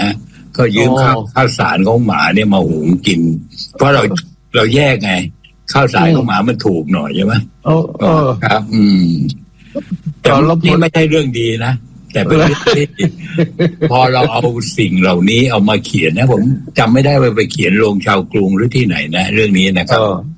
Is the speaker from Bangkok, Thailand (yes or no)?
no; Nakhon Si Thammarat, Thailand; ครับบ้านเกิดเนี่ยนครศรีธรรมราชนะฮะ